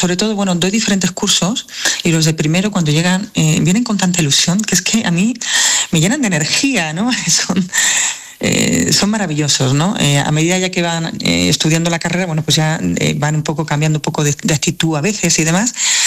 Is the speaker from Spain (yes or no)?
yes; Málaga, Andalusia, Spain; born there; Yo soy malagueña, pero granadina de adopción, como yo digo